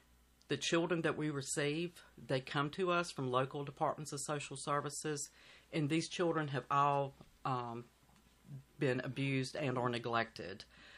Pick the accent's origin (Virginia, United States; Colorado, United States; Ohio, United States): Virginia, United States; Danville; I am a Danville native.